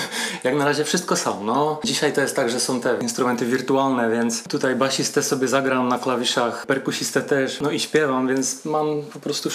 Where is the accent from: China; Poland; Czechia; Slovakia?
Czechia; Třinec, Moravian-Silesian Region; No tak, ja urodziłem się w Trzyńcu, mieszkałem w Trzyńcu i uczyłem się do szkoły podstawowej na tarasie